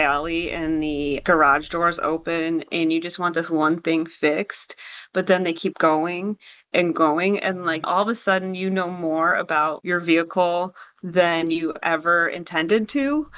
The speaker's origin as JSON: {"language": "English", "town": "Chicago", "region": "Illinois", "country": "United States", "said": "as a Chicagoan"}